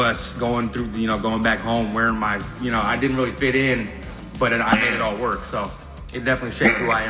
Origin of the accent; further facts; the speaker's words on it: Seattle, Washington, United States; And growing up in Seattle, for me, being a grunge kid, like growing up in the grunge era, but living in the hood